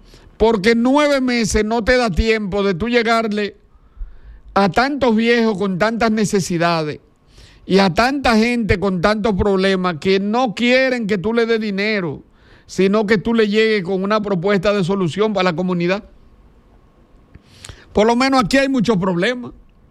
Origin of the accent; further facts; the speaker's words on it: Dominican Republic; en buen llano y en buen dominicano.